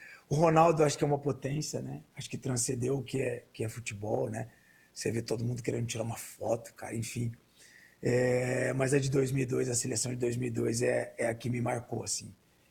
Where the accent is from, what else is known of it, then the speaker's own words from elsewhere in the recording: Brazil; Eu confio como brasileiro, sou apaixonado.